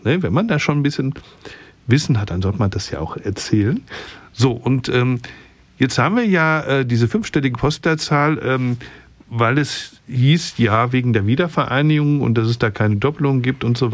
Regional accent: Rüsselsheim, Hesse, Germany

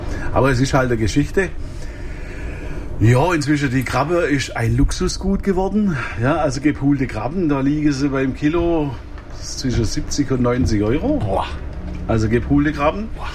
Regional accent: South, Germany; now in Paddingbüttel, Germany; Das ist nicht so wie im Süden, wo ich herkomme. Wir sind in Niedersachsen ein Flächenland. Das heißt, ich wohne in Paddingbüttel.

